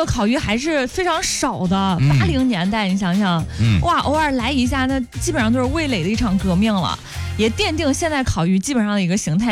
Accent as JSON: {"language": "Chinese", "town": "Jiaozuo", "region": "Henan", "country": "China", "tie": "born there", "said": "因为毕竟我出生于河南焦作。"}